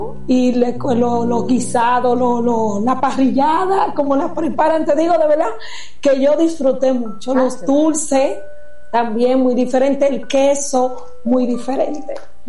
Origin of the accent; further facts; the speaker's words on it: Venezuela; moved away; cuando vine de Venezuela, aún así allá mismo en Venezuela, yo tenía una disfonía.